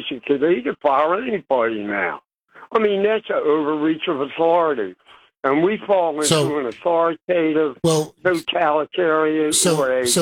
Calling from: Maryland, United States; I'm calling from Maryland.

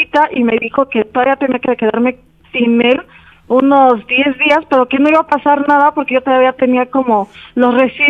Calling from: Mexico City, Mexico; Tengo 35 y soy de aquí, de CDMX.

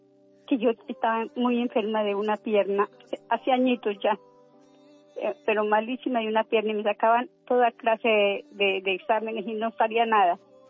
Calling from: Cúcuta, Norte de Santander, Colombia; En Cúcuta.

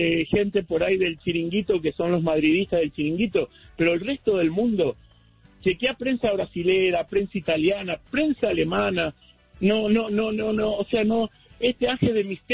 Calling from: New York, United States; Hola, Andreina, acá desde Nueva York.

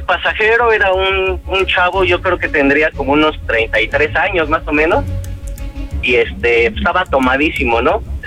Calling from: Mexico City, Mexico; De aquí, de la Ciudad de México.

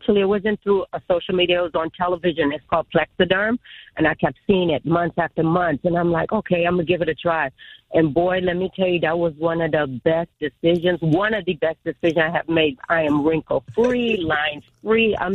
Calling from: Fort Lauderdale, Florida, United States; I'm calling from Fort Lauderdale

